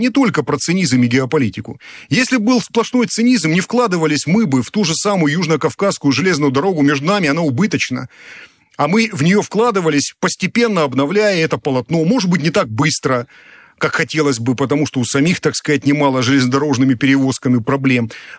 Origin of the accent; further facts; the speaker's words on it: Rostov-on-Don, Rostov Oblast, Russia; Я сам ростовчанин. Я родился в Ростове-на-Дону.